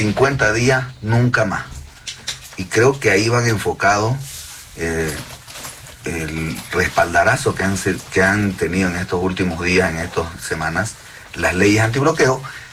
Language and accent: Spanish; Bolivia; aquí todos somos ciudadanos de Bolivia